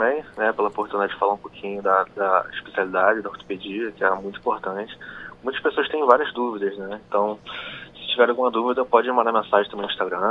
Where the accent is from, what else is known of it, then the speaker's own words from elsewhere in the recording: Brazil; Eu sou brasileiro, mas a minha família é de fora.